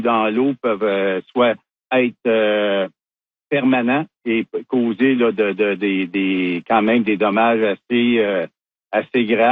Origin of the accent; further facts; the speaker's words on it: Quebec, Canada; chez nous au Québec